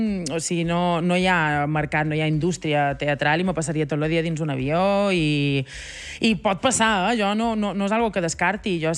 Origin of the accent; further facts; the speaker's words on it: Balearic Islands, Spain; Soc de Mallorca, sí.